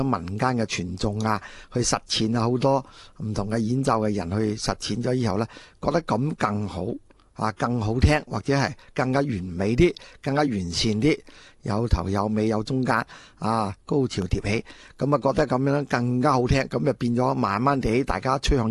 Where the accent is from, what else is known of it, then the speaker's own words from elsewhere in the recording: Lingnan, China; 咁、我估计广东音乐都应该有呢种我哋岭南人嘅特性喺度。